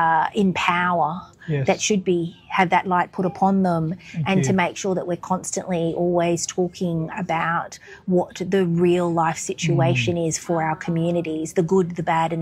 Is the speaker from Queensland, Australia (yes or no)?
yes; Weipa, Queensland, Australia; also born or lived in Brisbane; And I grew up in Weipa before I moved to Brisbane when I was about 10. So okay. I still claim Cape York.